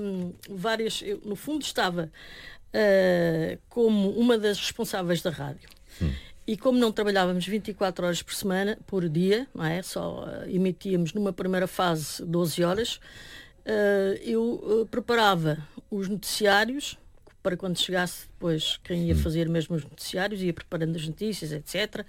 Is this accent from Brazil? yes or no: no; Alentejo, Portugal; moved away; porque eu sou alentejana e também passo algum tempo da minha vida lá pelo Alentejo.